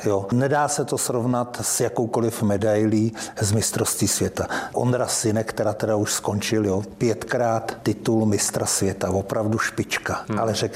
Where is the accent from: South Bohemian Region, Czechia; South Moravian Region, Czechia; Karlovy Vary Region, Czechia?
South Bohemian Region, Czechia; České Budějovice; born there; now in Prague, Czechia; Já jsem se narodil v Českých Budějovicích